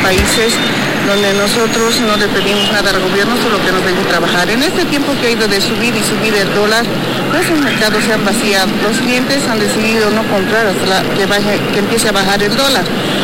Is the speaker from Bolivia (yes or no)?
yes; Bolivia; sabemos que en nuestro país no hay fábricas, todo se trae de afuera.